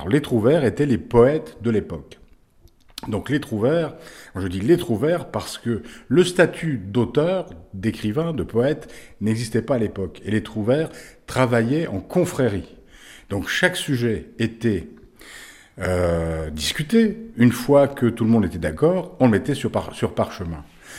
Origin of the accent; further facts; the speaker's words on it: Château-Regnault, Grand Est, France; also born or lived in Charleville; Je suis né à Charleville et j'ai poussé à Château-Regnault